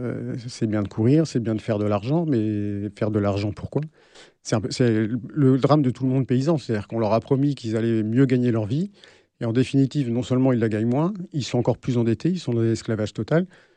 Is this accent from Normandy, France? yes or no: yes; Normandy, France; moved away; also born or lived in Le Mans / Paris; j'ai passé toute mon enfance en Normandie, et après au Mans, et puis après pour les études d'histoire, je suis monté pour préparer l'agrégation à la Sorbonne. Je suis resté à Paris